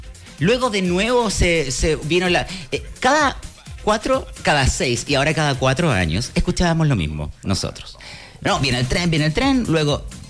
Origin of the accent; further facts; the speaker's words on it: Chile; Siempre somos ansiosos los chilenos, creo que sea ahora ya, pero esto hay un plazo para cumplir.